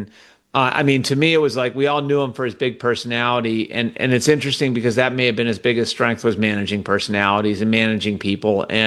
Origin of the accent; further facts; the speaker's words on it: New England, United States; Yeah, I was born in 1980. So, like, one of my earliest memories and growing up in New England was the 85 Bears absolutely annihilating the Patriots in January of 1986 in Super Bowl 20.